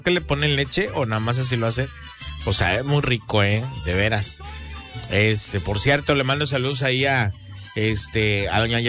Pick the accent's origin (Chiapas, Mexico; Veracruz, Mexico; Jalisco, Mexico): Chiapas, Mexico; Rancho Grande; moved away; allá en mi pueblo, allá en el Rancho Grande